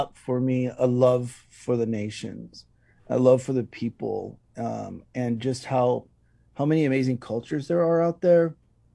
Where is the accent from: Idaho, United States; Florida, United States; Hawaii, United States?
Hawaii, United States; And in the 70s, growing up on the Big Island, it was almost like a developing country, but I mean that in a really good way. Quite rural.